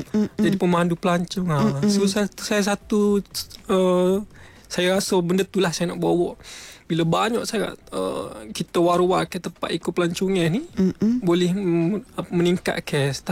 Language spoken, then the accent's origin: Malay; Kelantan, Malaysia; Saya asal daripada Pulau Condu. Pulau Condu Macam Kelate.